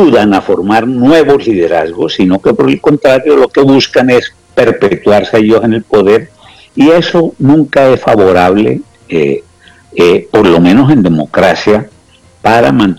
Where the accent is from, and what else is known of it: Colombia